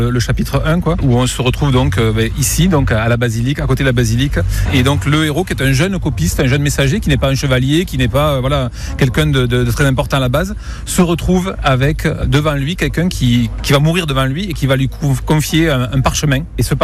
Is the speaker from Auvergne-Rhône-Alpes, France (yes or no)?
no; Toulouse, Occitanie, France; Mais je suis Toulousain de naissance, Toulousain de cœur, Toulousain pour toujours. Donc j'ai vécu à Toulouse